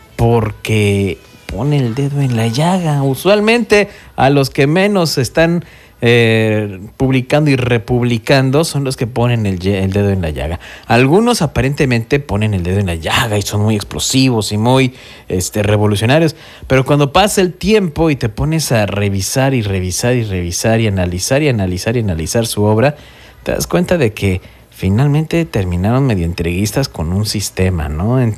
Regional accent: Mexico City, Mexico; Yo soy chilango, o sea, yo no voy a hablar bonito de alguien que de así nomás porque, ay, porque siento que me llega mi corazón campechano. No, yo soy chilango.

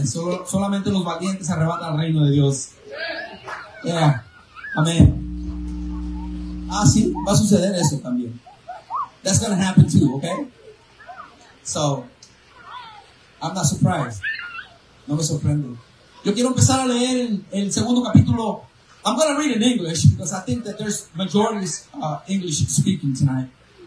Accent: Greenwood, Texas, United States; I told somebody I'm from Greenwood, Texas.

